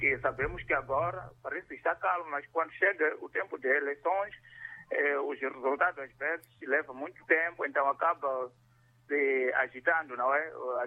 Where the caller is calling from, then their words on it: Vilankulo, Inhambane, Mozambique; falo de Vilanculo.